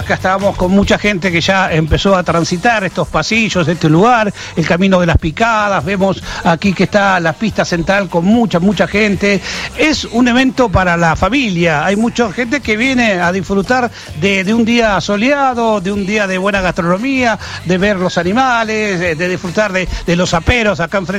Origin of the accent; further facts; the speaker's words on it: San Carlos de Bolívar, Buenos Aires Province, Argentina; moved away; Yo cuando vivía en Bolívar, en mi ciudad natal, y que era adolescente